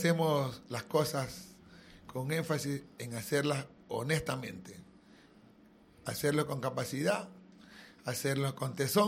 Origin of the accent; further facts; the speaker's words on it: Vinces, Los Ríos, Ecuador